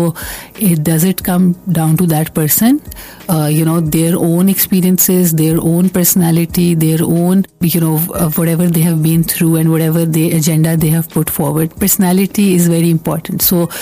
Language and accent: English; Pakistan; events that shape each of us as a Pakistani, when we look at our political system and what it is providing for us.